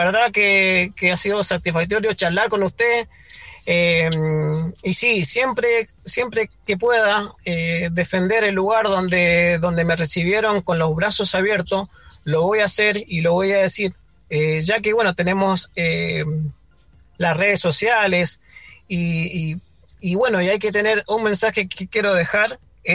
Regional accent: Argentina; now in Chile; defender también mi país, Argentina. Entonces, soy un argentino viviendo en Chile

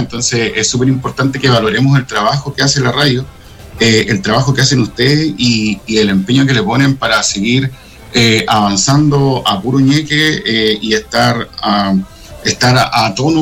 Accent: Valparaíso, Chile; todos los que somos de acá del Paraíso, en la Ritoque.

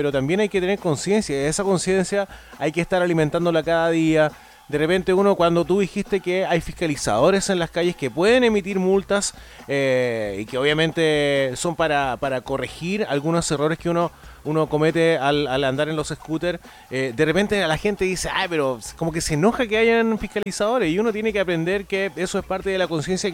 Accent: Talca, Maule, Chile; mi ciudad natal, en Talca

